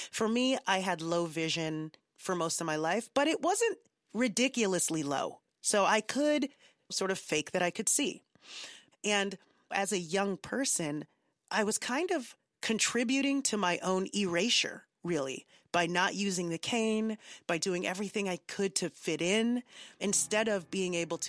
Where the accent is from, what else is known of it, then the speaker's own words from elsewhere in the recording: Nigeria; now in New York, United States; my first thought was, as a Nigerian, or maybe as an Aries, or maybe as a New Yorker, my first thought was, how do I live my best life now?